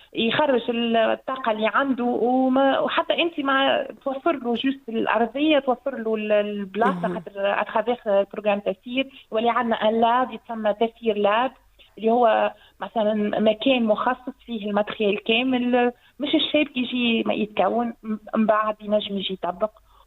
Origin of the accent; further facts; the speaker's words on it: Tunisia; مع دي فورماتور من أحسن ما عندنا في تونس الكل